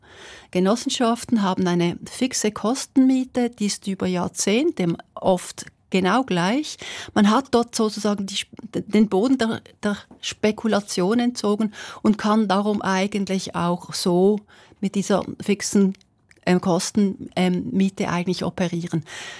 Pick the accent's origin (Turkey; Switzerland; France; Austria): Switzerland; aber als Schweizer Mädchen ist es mir schon noch wichtig, auch ein wenig teilzuhaben, sozusagen dem, was passiert im eigenen Land.